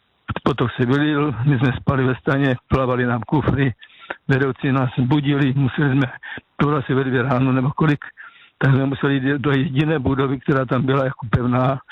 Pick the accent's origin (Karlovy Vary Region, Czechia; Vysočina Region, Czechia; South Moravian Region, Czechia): South Moravian Region, Czechia; Žeravice; že pocházím z Moravskoslovácka, z městečka Žeravice, to je mezi Kyjovem a Mzencem.